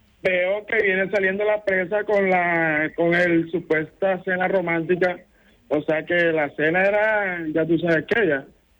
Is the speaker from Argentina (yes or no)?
no; Bolívar, Colombia; O sea, yo vivo acá en Salsa al Valle, pero yo soy costeño. Pues en la región momposina.